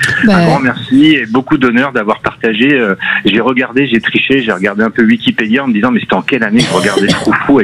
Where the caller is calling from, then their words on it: Montastruc-la-Conseillère, Occitanie, France; je t'appelle depuis Montastruc, la conseillère au cœur de l'Occitanie